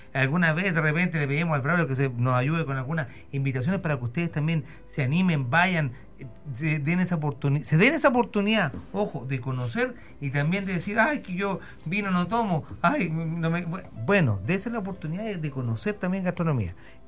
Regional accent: Viña del Mar, Valparaíso, Chile; tanto los que somos de Viña

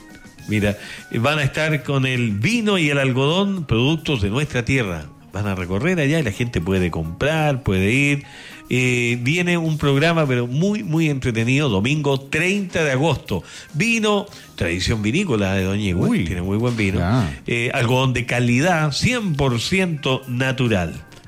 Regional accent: Doñihue, O'Higgins, Chile; moved away; A mí me encantó la idea de ir a Doñihue, porque es mi tierra. Usted sabe que yo vengo de la región de O'Higgins

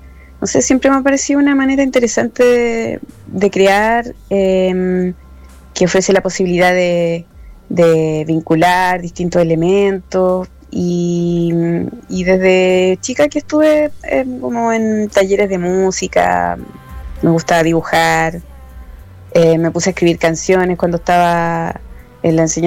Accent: Temuco, Araucanía, Chile; now in Santiago, Chile; Ahora estoy en Temuco. Sí, ¿Temuco? Yo soy de Temuco, vivo en Santiago, pero soy de Temuco.

